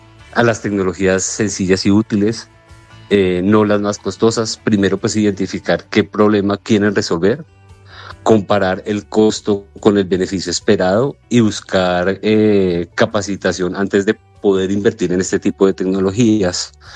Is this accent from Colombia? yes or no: yes; Colombia; moved away as an adult; now in Guanajuato, Mexico